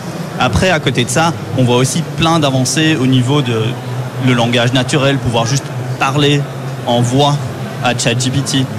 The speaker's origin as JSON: {"language": "French", "region": "Brussels", "country": "Belgium", "lives_now": "San Francisco, United States", "said": "D'origine, oui. Et maintenant, je vis aux États-Unis, ça fait 2 ans, à San Francisco."}